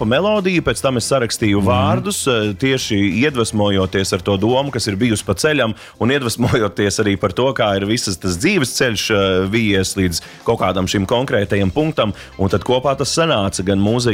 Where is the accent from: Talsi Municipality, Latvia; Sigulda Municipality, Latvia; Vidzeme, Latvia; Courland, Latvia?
Vidzeme, Latvia; viss video ir savukārt filmēts manā dzimtajā pusē, jo tur ir gan kadri gan no Raiskuma, gan arī no Straupes un tam līdzīgi, tā kā visur ir, tur ir mana dzimtā puse.